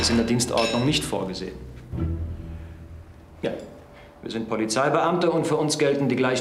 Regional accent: Frankfurt am Main, Hesse, Germany; Ich komme aus Frankfurt am Main. Die Stadt mit der höchsten Kriminalitätsrate.

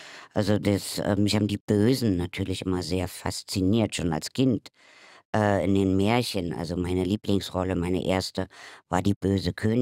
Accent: Berlin, Germany; accent: Berliner Dialekt; moved away as an adult; mit meinem Berliner Dialekt, als ich nach dem Westen kam und mich vorgestellt habe

